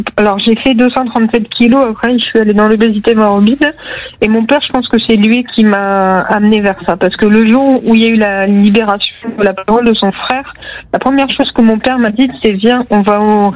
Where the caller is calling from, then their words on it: Agen, Nouvelle-Aquitaine, France; moi je suis d'Agen